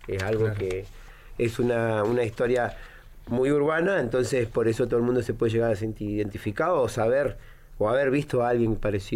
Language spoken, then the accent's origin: Spanish; Río Gallegos, Santa Cruz, Argentina; De acá, de Río Gallegos. Nací.